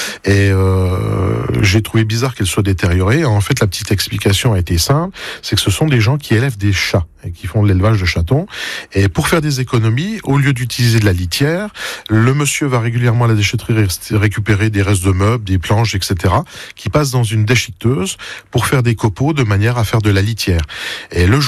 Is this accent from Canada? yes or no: no; Épinal, Grand Est, France; moi je suis sur de l'Épinal, et puis on a quand même subi la guerre de plein feu, la deuxième guerre